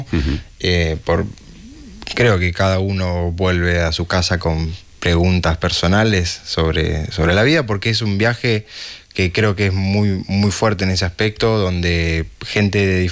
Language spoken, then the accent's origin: Spanish; Santa Fe, Argentina; mi tatarabuelo viene de Grañón, llegó a Santa Fe, que es de donde vengo, en 1899, y a partir de ahí se quedó y empezó a formar la familia, y bueno, de ahí venimos nosotros.